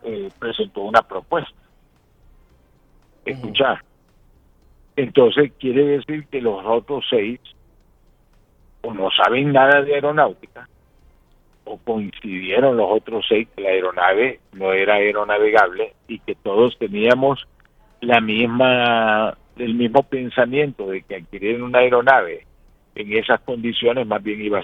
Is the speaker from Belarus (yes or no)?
no; Honduras